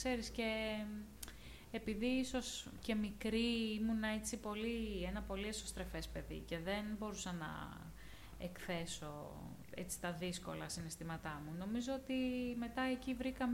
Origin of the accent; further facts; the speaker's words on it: Vourgareli, Epirus, Greece; Είμαι από το Βουργαρέλι Άρτας, φιλιά στην πατρίδα.